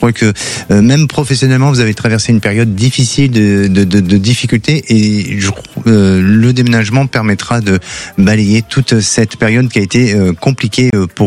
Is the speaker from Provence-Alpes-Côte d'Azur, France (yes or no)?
no; Bordeaux, Nouvelle-Aquitaine, France; les meilleurs cannelés de Bordeaux, parce que je suis bordelais, donc je connais bien les cannelés.